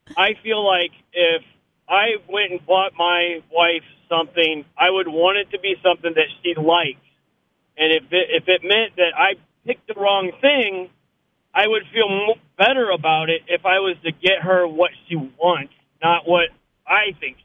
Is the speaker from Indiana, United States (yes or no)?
yes; New Haven, Indiana, United States; I'm from New Haven, Indiana.